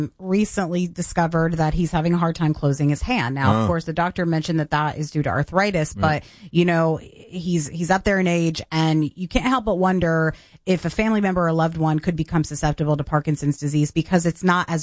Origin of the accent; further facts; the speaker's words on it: Knoxville, Tennessee, United States; my hometown of Knoxville, Tennessee